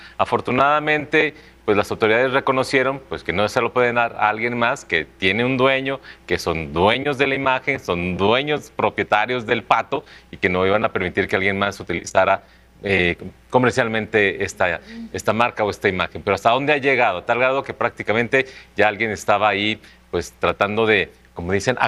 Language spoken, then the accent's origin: Spanish; Mexico